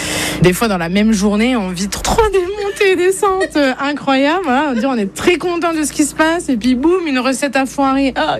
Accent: Feilly, Grand Est, France; Je viens de Feilly, un tout petit village vosgien.

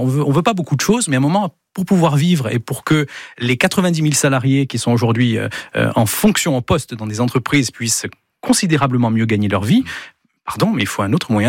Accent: Corsica, France

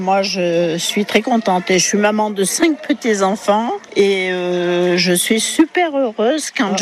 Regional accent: Misouin, France; born there; moved away as an adult; je suis née à Misouin. Après, je suis partie de Misouin pour travailler comme beaucoup de gens dans les villages. Et là, j'ai décidé de prendre ma retraite à Misouin.

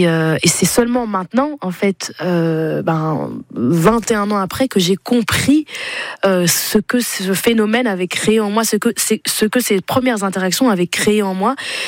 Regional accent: Flanders, Belgium; plus moi j'ai grandi en Flandre, donc la partie flamande de la Belgique.

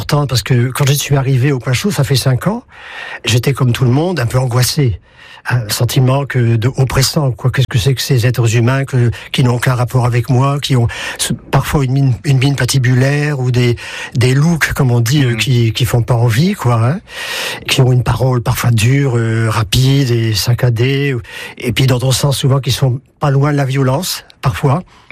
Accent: Hauts-de-France, France; moved away as an adult; now in Périgueux, France; En vrai dire, je suis pas originaire du Périgord, je suis originaire du Pas-de-Calais, mais je suis arrivé à Périgueux en 1981.

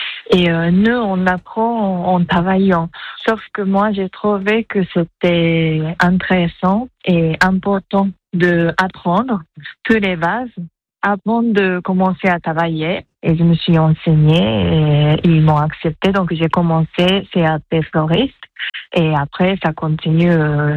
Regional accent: Nagano, Japan; French is a second language; now in France; Alors, je viens de Japon. Donc, la ville est de Nagano, donc je viens de Nagano.

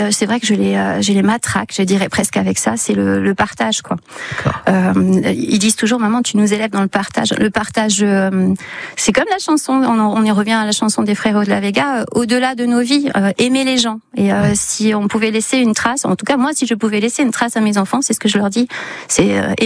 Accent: Bitche, Grand Est, France; Moi, je suis de Beach, mais c'est vrai que les cœurs éléphants, on est dans le Beacherland.

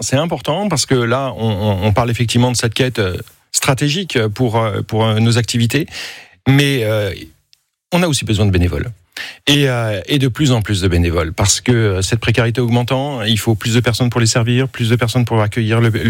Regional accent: France; moi ça fait 20 ans que je suis à la Croix-Rouge

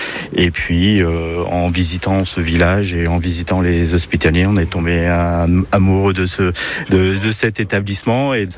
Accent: Nouvelle-Aquitaine, France; moved away; Moi, du côté de Limoges.

